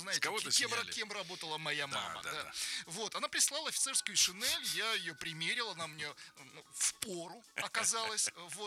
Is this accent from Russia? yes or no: yes; Sochi, Krasnodar Krai, Russia; А я из Сочи, у меня не было теплых вещей.